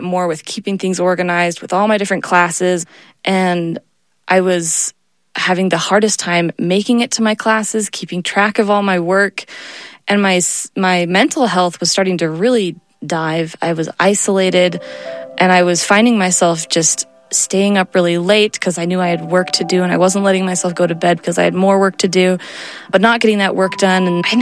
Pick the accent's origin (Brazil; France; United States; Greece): United States; Minnesota; I am from Minnesota. I'm 29.